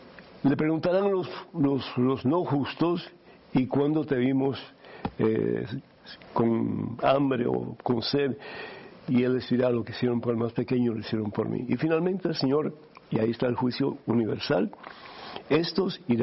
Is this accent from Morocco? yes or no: no; Cuba; Yo soy de Cuba originalmente.